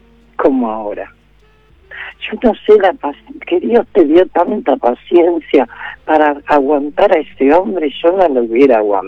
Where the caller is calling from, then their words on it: Buenos Aires, Argentina; De Villa Devoto.